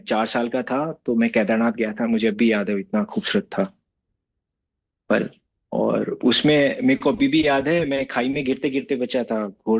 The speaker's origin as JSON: {"language": "Hindi", "town": "Jaipur", "region": "Rajasthan", "country": "India", "tie": "born or raised there", "also_born_or_lived": "Guwahati / Ranikhet", "said": "जैसे मेरा home town Jaipur है, बट मेरा मेरा बॉर्न गुवाहाटी में हुआ"}